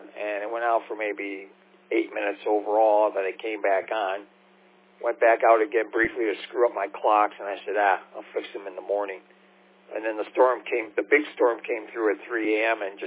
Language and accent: English; St. Clair Shores, Michigan, United States; Shores being my hometown